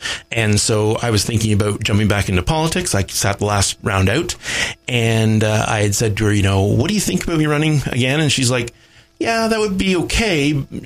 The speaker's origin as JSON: {"language": "English", "town": "Bancroft", "region": "Ontario", "country": "Canada", "tie": "born or raised there", "said": "Okay, well, I was born and raised in Bancroft, Ontario. I was born at the Bancroft Hospital, and my parents had a cattle farm near Maynooth, which is north of town."}